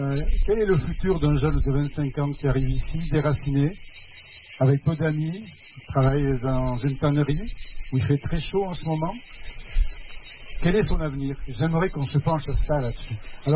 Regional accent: Spain; now in Aveyron, France; Et moi, je viens d'Espagne.

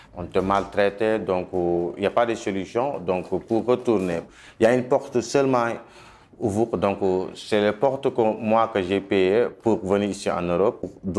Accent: Senegal; now in Italy; moi je suis sénégalais.

